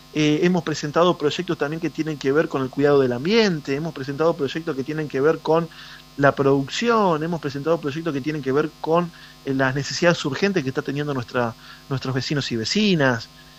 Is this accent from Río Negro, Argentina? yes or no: yes; General Roca, Río Negro, Argentina; yo soy de General Roca